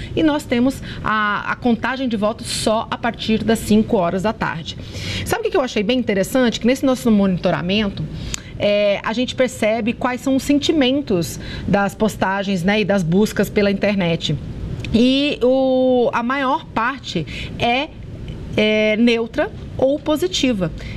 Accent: Brazil; eu sou brasileira

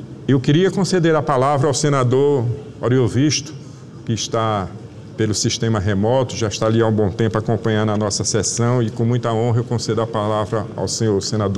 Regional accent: Sergipe, Brazil; Eu sou do estado de Sergipe

